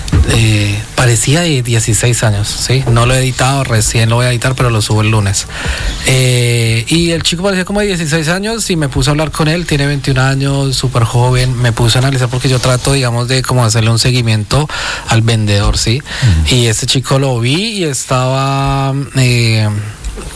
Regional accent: Colombia; Yo siendo colombiano

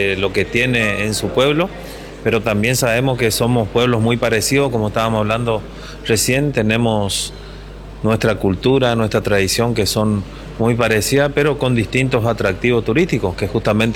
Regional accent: Loreto, Argentina

